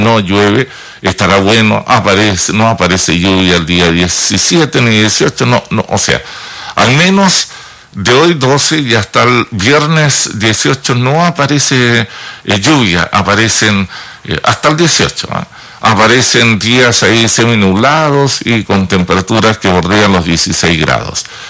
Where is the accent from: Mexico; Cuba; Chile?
Chile; Así somos los chilenos nuestros